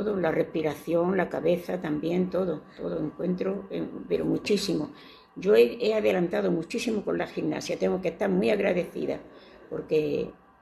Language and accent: Spanish; Granada, Andalusia, Spain; Yo soy de Granada.